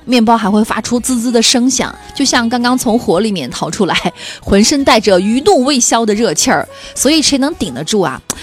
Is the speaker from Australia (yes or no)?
no; China; 其实我小时候啊在南山长大，